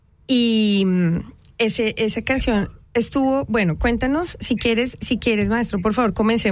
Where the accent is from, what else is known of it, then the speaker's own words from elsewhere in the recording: Colombia; De la Colombia, imagínate.